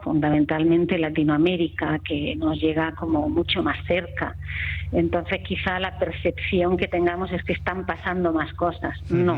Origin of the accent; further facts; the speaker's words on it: Granada, Andalusia, Spain; yo soy granadina y ahora mismo os estoy hablando desde la zona epicentral.